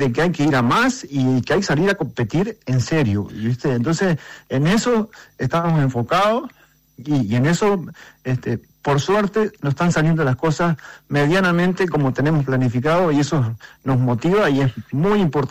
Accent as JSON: {"language": "Spanish", "town": "Mercedes", "region": "Soriano", "country": "Uruguay", "tie": "born there", "also_born_or_lived": "Montevideo, Uruguay", "moved": "as an adult", "lives_now": "Conchillas, Uruguay", "said": "Yo soy nacido en Mercedes."}